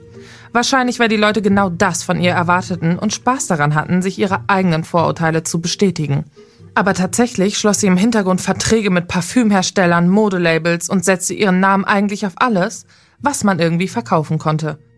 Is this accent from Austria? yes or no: no; Athens, Attica, Greece; Ich komme aus Griechenland. Ich wurde in Athen geboren.